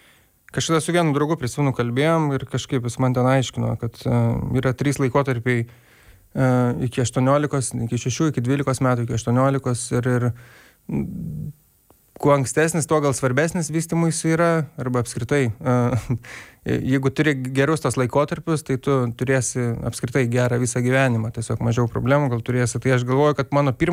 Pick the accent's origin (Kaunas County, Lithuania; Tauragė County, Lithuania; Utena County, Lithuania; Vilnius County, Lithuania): Vilnius County, Lithuania; Ukmergė; Užaugau Ukmergėje, užaugau tokioj vietoj, kad vienoj gatvės pusėj buvo mūsų namai, kitoj gatvės pusėj buvo senelių namai.